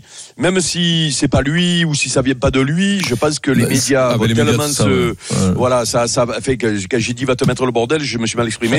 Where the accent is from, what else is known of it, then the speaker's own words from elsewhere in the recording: Châteaurenard, Provence-Alpes-Côte d'Azur, France; À Château-Renard, c'est chez moi.